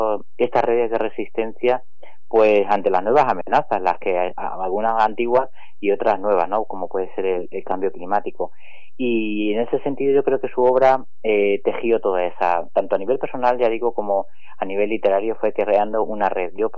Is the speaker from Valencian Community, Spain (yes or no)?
no; Extremadura, Spain; now in Madrid, Spain; Yo tendría 20 y pocos años y procedo de Extremadura, aunque vivía ya en Madrid, y fue un libro tan importante que me llevó a volver a Extremadura a trabajar en una fundación dedicada al desarrollo rural